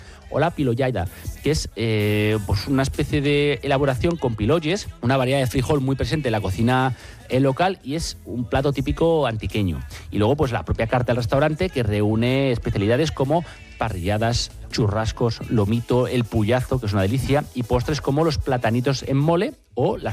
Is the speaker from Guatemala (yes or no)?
yes; Guatemala; Soy de Guatemala.